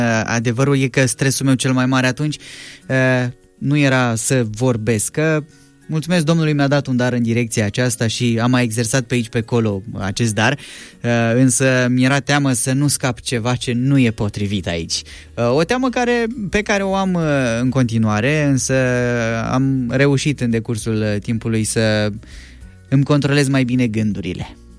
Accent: Romania; români până la urmă.

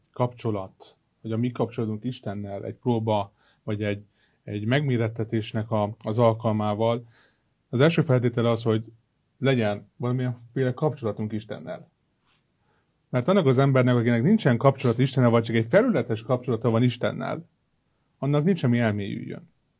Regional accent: Transylvania, Romania; moved away as an adult; now in Hungary; Erdélyből származom, Fickón születtem, itt nevelkedtem, a Fickói gyülekezetnek voltam a tagja, de az élet úgy hozta, Isten úgy hozta, hogy Magyarországon szolgálok

